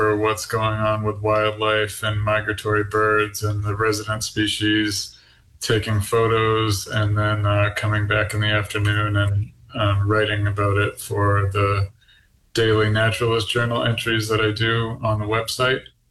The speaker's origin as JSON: {"language": "English", "region": "Massachusetts", "country": "United States", "tie": "born or raised there", "moved": "yes", "lives_now": "Alaska, United States", "said": "I grew up in Massachusetts"}